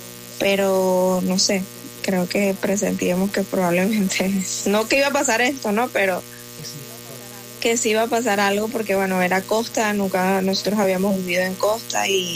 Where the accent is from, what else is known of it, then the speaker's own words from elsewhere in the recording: Caracas, Capital District, Venezuela; Yo soy de Caracas, nací en la clínica Loira.